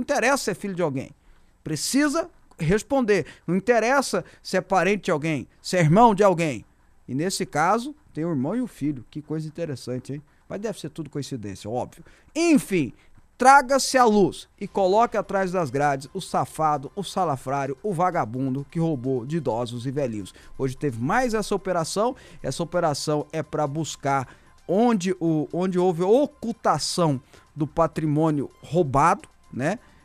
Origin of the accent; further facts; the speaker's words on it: Brazil